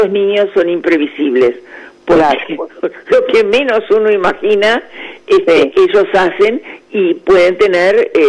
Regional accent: Tacuarembó, Uruguay; en el interior, como yo soy de Tacuarembó

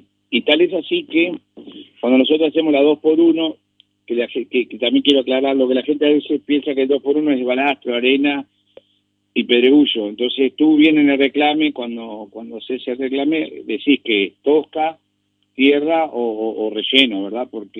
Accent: Canelones, Uruguay; pero yo soy canario y soy orgulloso de ser canario

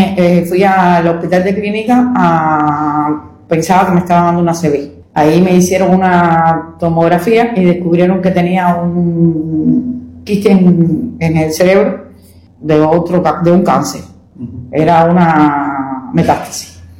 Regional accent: Havana, Cuba; Sí, yo soy de La Habana, Cuba.

